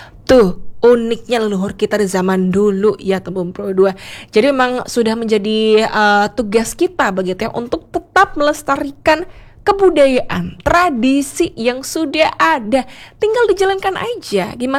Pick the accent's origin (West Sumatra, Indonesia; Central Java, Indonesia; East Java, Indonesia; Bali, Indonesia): Bali, Indonesia; kita orang Bali begitu ya, syarat akan budaya, syarat akan tradisi